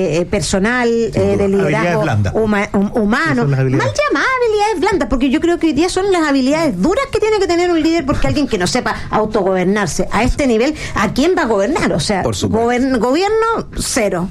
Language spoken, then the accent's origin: Spanish; Chile; que igual uno se siente mal a veces de decir soy chileno, porque está ese sello de que el que roba en Europa es chileno